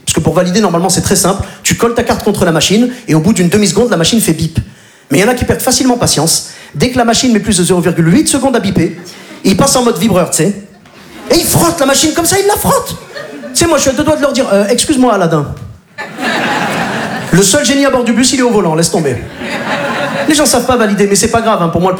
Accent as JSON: {"language": "French", "country": "Morocco"}